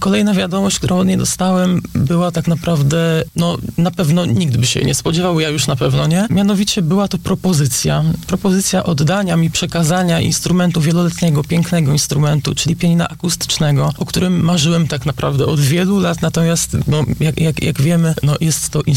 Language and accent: Polish; Toruń, Kuyavian-Pomeranian Voivodeship, Poland; born there; urodziłem się w Toruniu, więc można tak powiedzieć dosłownie od urodzenia, natomiast no, bywam tutaj praktycznie codziennie, więc można tak powiedzieć, że już się określam jako osoba mieszkająca tutaj.